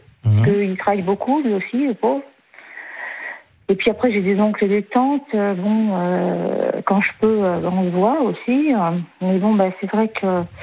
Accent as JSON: {"language": "French", "region": "Pays de la Loire", "country": "France", "tie": "born there", "said": "je suis née dans un hôpital de campagne, je suis née en Vendée, moi."}